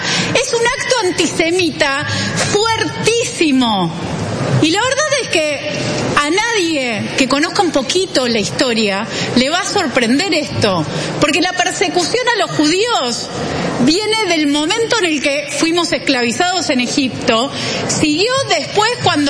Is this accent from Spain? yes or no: no; Argentina; en nuestro país, en la Argentina, en un lugar en donde los judíos siempre supimos vivir en paz. Somos judíos y somos argentinos.